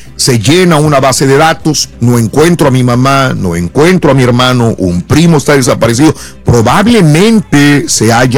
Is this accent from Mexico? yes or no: yes; Mexico; Yo soy mexicano.